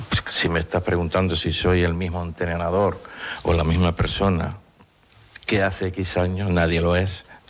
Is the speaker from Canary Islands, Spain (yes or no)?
yes; Canary Islands, Spain; y evidentemente como canario, lo máximo, el poder entrenar al equipo de tu tierra.